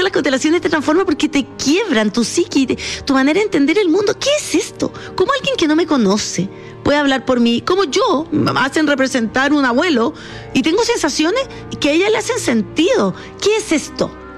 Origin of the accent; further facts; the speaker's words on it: Chile; moved away as an adult; also born or lived in Netherlands; Yo soy croata y alemana, pero fui criada como en Rasuri, completamente chilena.